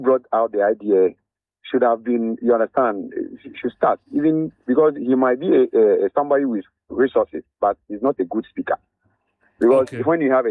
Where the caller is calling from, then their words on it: Accra, Greater Accra, Ghana; I'm calling from Achimota.